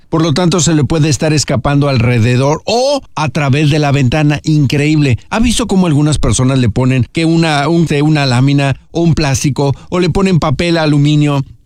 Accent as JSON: {"language": "Spanish", "region": "Michoacán", "country": "Mexico", "moved": "yes", "lives_now": "Fresno, United States", "said": "allá en mi tierra, en mi Michoacán hermoso"}